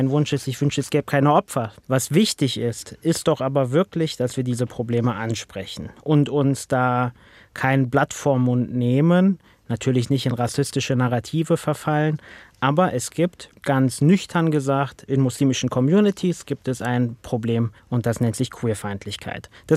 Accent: Berlin, Germany; Und das sage ich als Berliner in Hamburg.

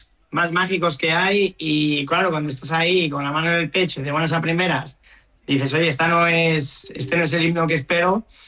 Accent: Pinto, Community of Madrid, Spain; conectaron con mi pueblo, con Pinto, conectaron con el pueblo de mis padres

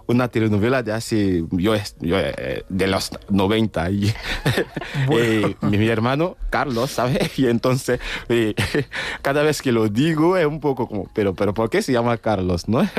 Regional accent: Côte d’Ivoire; moved away; yo mismo, habiendo estudiado en Costa de Marfil, mi país de origen, he estudiado español durante 5 años en el instituto.

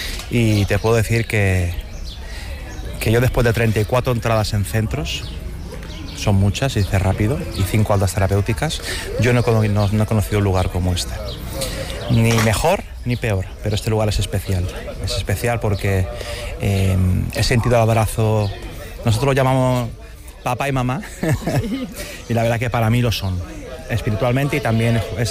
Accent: Balearic Islands, Spain; Yo soy de Mallorca

